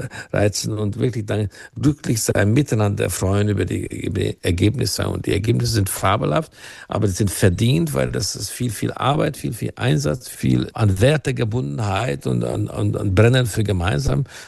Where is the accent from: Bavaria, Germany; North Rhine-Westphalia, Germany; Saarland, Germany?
Bavaria, Germany; Ich bin halt Bayer und ich bin hier zu Hause, das ist mein Verein.